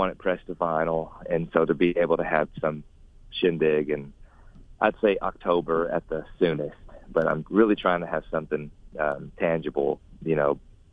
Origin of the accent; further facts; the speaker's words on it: Kentucky, United States; then I'm from Grace County, and then so is Jonathan. So, you know, it works out. We're West Kentucky through and through.